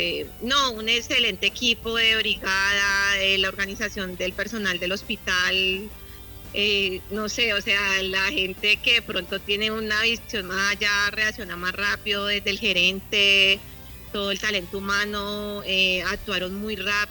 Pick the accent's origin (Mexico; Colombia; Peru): Colombia; Cali, Valle del Cauca; Yo soy súper caleña, nací en Cali